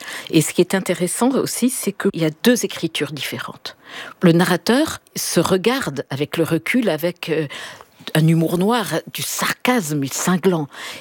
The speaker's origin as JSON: {"language": "French", "country": "France", "said": "L'écart entre riche et pauvre, il est ici, chez nous, en France"}